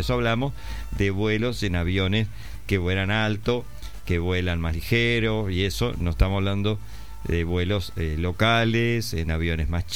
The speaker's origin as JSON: {"language": "Spanish", "town": "Rosario", "region": "Santa Fe", "country": "Argentina", "said": "Carlos está más cerca, yo vengo de Rosario, pero es un placer poder estar en contacto"}